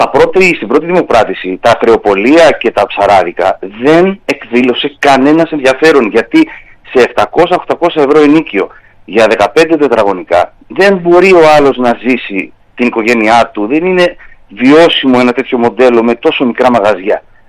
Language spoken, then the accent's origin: Greek; Chania, Crete, Greece; Γνωρίζουμε σαν Χανιώτες